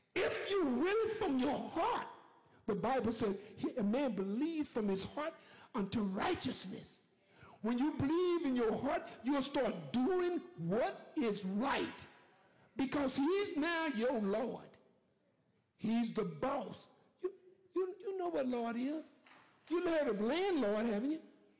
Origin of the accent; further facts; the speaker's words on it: Huntsville, Texas, United States; born there; Oh, all my physical is from here. I was born in Huntsville, Texas, right up the street.